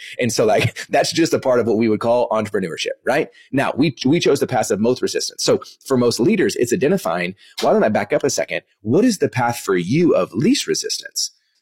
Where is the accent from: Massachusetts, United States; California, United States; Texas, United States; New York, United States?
Texas, United States; Dallas; also born or lived in Kansas; So I was born in 1983. I was born in Kansas, only lived there for about a week. Came back to Dallas